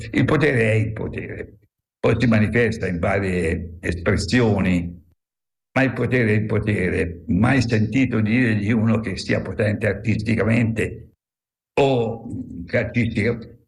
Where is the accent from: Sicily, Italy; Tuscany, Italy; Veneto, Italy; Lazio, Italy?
Tuscany, Italy; Livorno; a me che sono livornese, ma è pur provenendo da famiglia di operai